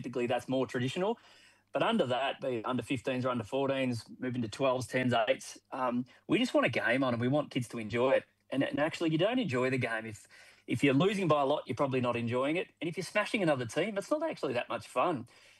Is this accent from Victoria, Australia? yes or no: yes; Orbost, Victoria, Australia; Yeah, I grew up in Orboston